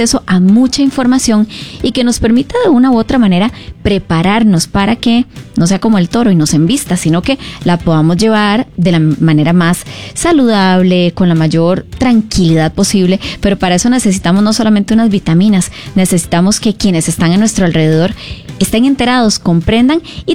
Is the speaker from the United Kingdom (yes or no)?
no; Costa Rica; se está en Costa Rica y que está mi tierra.